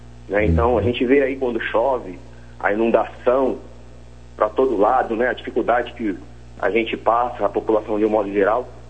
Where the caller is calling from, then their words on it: Mauá, São Paulo, Brazil; Eu estou falando de Mauá, São Paulo.